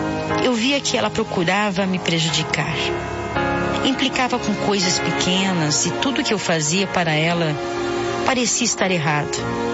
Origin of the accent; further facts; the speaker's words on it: Bahia, Brazil; moved away as an adult; now in Lins, Brazil; Nasci na Bahia e vivi lá durante meus 22 anos.